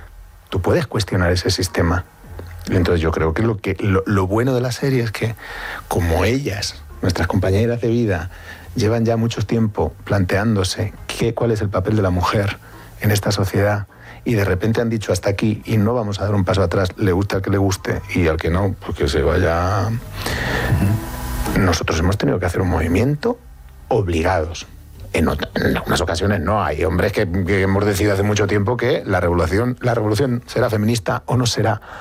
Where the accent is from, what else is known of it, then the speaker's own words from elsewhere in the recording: Getafe, Community of Madrid, Spain; Yo y vivo en Getafe, en la casa en la que nací, con lo cual yo soy reivindico Getafe por un montón de razones.